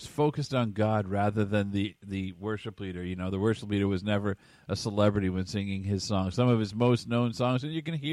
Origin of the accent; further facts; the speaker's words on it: Canada; as a Canadian boy, Canadian worship artist, with his passing, we want to be praying for his family.